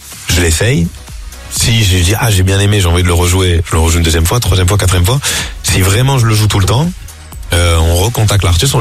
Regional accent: Marseille, Provence-Alpes-Côte d'Azur, France; quand on était petits à Marseille

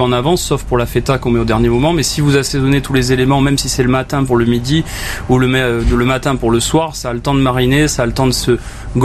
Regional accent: Provence-Alpes-Côte d'Azur, France; Bon, je suis de Provence, hein, dans les gorges du Verdon, donc je vais faire de la pub un petit peu pour les vins locaux

